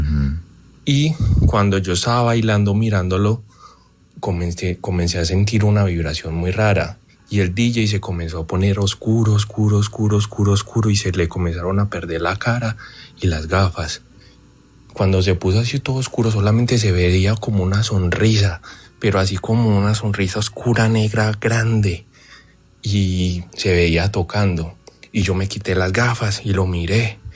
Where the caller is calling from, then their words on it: Envigado, Antioquia, Colombia; Desde Envigado, Antioquia.